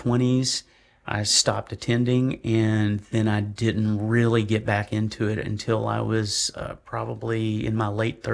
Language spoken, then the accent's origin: English; Arkansas, United States; accent: Southern; moved away as an adult; also born or lived in Kansas; I'm originally from Arkansas, so if you hear a hint of an accent, I can get one in that Moonlight Magnolia Draw going on. So, I was born and raised in the South. I was not a cradle Catholic. I'm a bassinet Baptist, and grew up in the faith as a Southern Baptist.